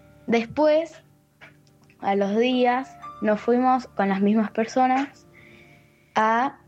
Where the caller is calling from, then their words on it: Temperley, Buenos Aires Province, Argentina; Vivo en Temperley